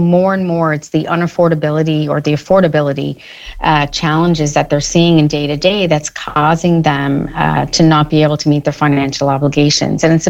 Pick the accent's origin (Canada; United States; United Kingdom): Canada; Newfoundland and Labrador; So as every Newfoundlander and Labradorian knows, we often find ourselves paying even more than other parts of the country.